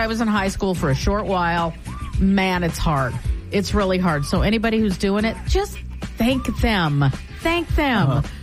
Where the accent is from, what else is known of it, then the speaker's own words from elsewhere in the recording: Reno, Nevada, United States; Maybe it's Reno that's throwing it off. God, that could be. No, I'm not going to say that about my hometown.